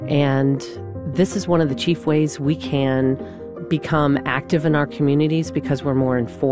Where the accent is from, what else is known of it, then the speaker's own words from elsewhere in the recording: Greensboro, North Carolina, United States; from Greensboro, and I hope you'll join me as a WUNC sustainer.